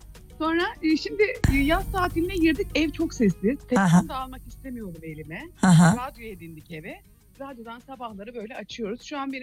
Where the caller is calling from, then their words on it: Izmir, İzmir, Turkey; İzmir Buca'dan arıyorum.